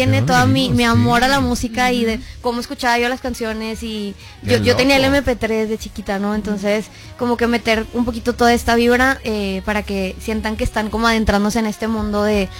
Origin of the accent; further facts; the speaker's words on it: Monterrey, Nuevo León, Mexico; Y bueno, pues obviamente soy de Monterrey, entonces uh-huh, obviamente crecí con banda full